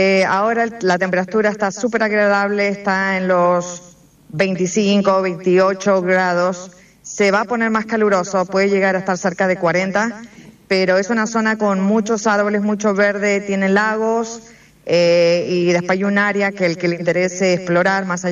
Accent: Mendoza, Argentina; moved away as an adult; also born or lived in Los Angeles; now in Kansas City, United States; Soy mendocina, pero llegué a Estados Unidos en el 2005. Conocí a mi esposo por internet, él es aquí, es de Tennessee, y me mudé

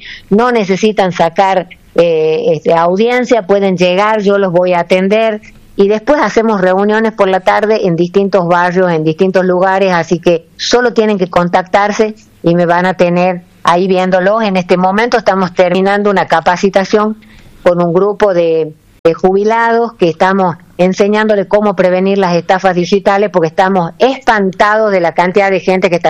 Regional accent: Tucumán, Argentina

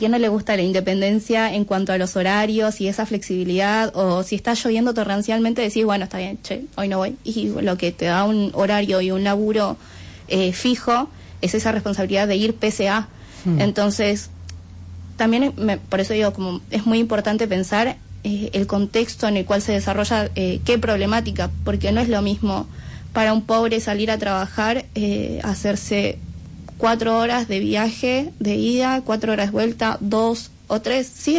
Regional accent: Bolivia; now in Buenos Aires, Argentina; Bueno, yo vivo en la Villa 31, siendo migrante, siendo boliviana.

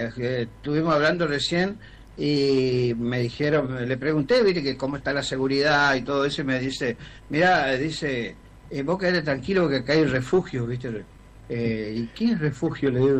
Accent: Las Breñas, Chaco, Argentina; moved away as an adult; now in Presidencia Roque Sáenz Peña, Argentina; Yo soy, soy de las Breñas en realidad, sí, pero hace 20 años que me vine a Sáenz Peña, sí, y ya hoy soy sáenzpeñense. Hasta ya, hace poco tenía domicilio todavía en las Breñas, sí, pero ahora ya soy sáenzpeñense.

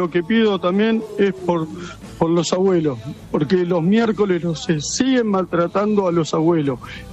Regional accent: Morón, Buenos Aires Province, Argentina

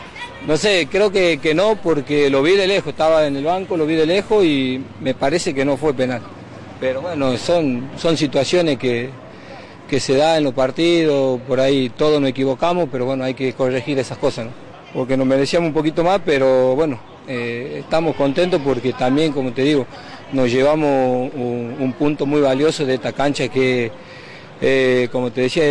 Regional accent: Tucumán, Argentina; soy tucumano

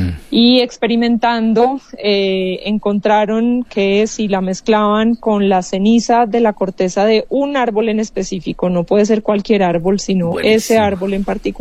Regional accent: Colombia; Y hay definitivamente como una búsqueda como por volver como a lo propio, como como latinoamericana, como colombiana. Yo siento como un llamado muy grande como por mirar hacia adentro, mirar lo que tenemos en esta región tan increíble que habitamos en este continente.

